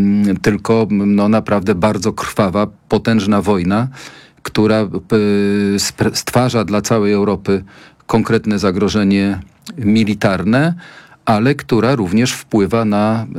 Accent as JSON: {"language": "Polish", "region": "Subcarpathian Voivodeship", "country": "Poland", "said": "i tutaj akurat obaj z panem posłem pochodzimy z takich regionów, z podkarpackiego."}